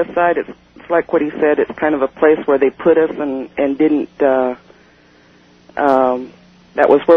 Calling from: Idaho, United States; I'm from Idaho.

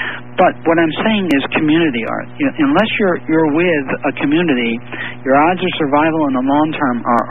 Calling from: San Diego, California, United States; I'm in San Diego.

